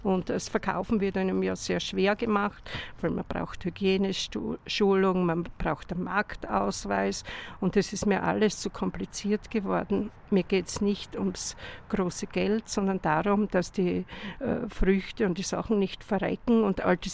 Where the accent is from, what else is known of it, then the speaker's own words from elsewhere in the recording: Jamm, Styria, Austria; moved away; ich komme auch aus Jam bei St. Anna am Maigen.